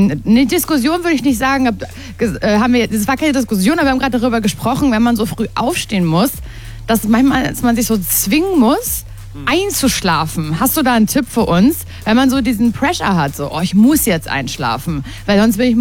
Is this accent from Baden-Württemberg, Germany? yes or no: yes; Stuttgart, Baden-Württemberg, Germany; Ich komme aus Stuttgart.